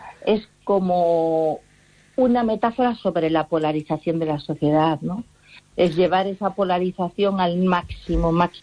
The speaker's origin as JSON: {"language": "Spanish", "region": "Galicia", "country": "Spain", "tie": "born or raised there", "said": "crié aquí y nací aquí y toda mi vida la he hecho aquí, ¿no? Y entonces, pues en ese sentido es como me siento muy gallega."}